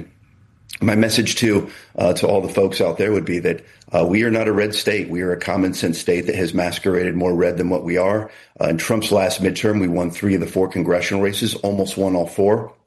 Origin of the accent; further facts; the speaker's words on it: Council Bluffs, Iowa, United States; I grew up in Council Bluffs, Iowa, to a working class family and a working class community.